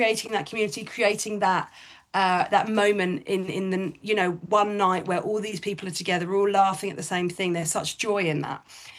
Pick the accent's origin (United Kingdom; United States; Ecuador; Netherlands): United Kingdom; I'm British